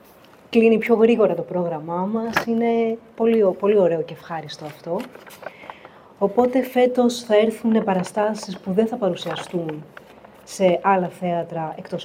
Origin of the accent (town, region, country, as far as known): Greece